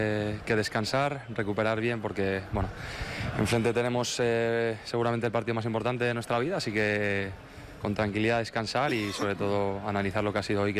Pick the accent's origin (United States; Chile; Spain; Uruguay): Spain